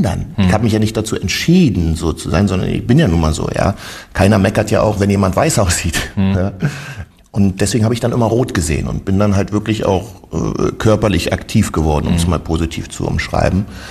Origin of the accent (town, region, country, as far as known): Germany